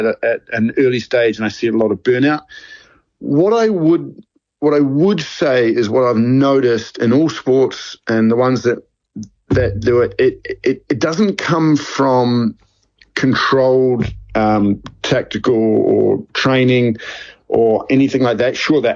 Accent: New Zealand; moved away; growing up in New Zealand

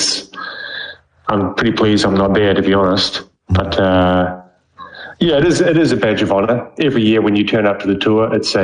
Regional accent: New Zealand; especially for us as Kiwi boys

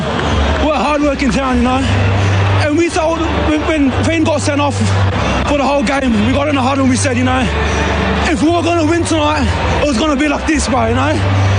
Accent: Sydney, New South Wales, Australia; moved away; I'm born and raised in Western Sydney. 4 years ago, I come up here. And it's been my new home ever since.

